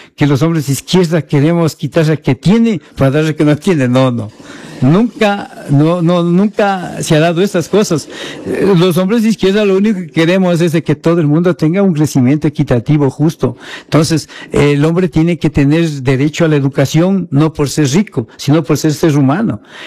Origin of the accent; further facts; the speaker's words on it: San José de Chimbo, Bolívar, Ecuador; San José de Chimbo a mí no me vio nacer, ¿no? Pero me vio crecer. Y quiero demasiado a Chimbo. Es mi pueblo lindo. Es mi rincón bendito, ¿no? Que donde yo estoy me siento orgullosísimo de haber crecido en Chimbo.